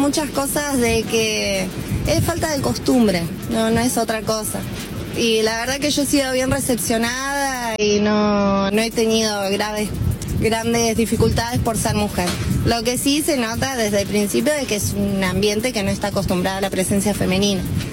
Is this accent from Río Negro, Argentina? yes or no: yes; Sierra Grande, Río Negro, Argentina; also born or lived in Villa Regina; Yo soy nacida y criada en Sierra Grande. Yo cuando terminé la secundaria no había opción de estudio en la localidad, no había opción de trabajo, entonces yo me fui a estudiar y estudié en la Universidad de Río Negro en Villa Regina.